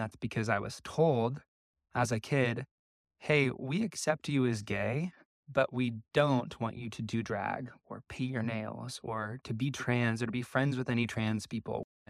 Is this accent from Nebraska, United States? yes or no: yes; Nebraska, United States; moved away; growing up in Nebraska, nature was my first safe space as a queer kid. I knew I was queer at a very young age.